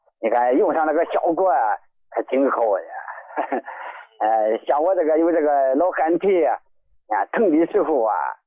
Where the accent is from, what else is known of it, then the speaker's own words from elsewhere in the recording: Henan, China; now in Beijing, China; 我是河南的，我在北京打工呢